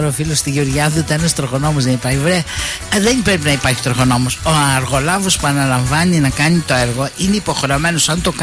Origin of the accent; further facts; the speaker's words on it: Larissa, Thessaly, Greece; εγώ να σου πω από εκεί που κατάγομαι, από τη Φιλιππούπολη.